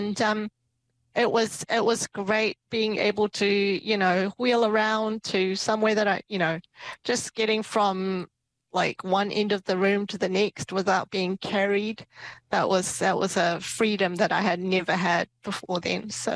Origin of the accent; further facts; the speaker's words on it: Myanmar; now in Hamilton, New Zealand; I'm from a country called Burma. I was born in Myanmar, which is, it is also known as Burma to some people. And I migrated to New Zealand in 93